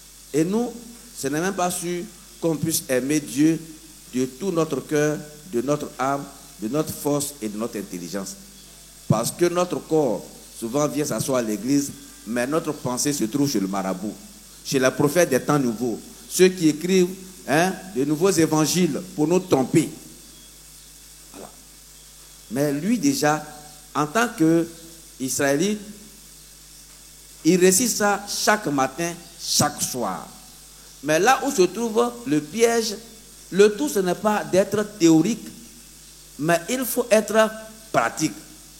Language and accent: French; Côte d’Ivoire; chez nous, en Côte d'Ivoire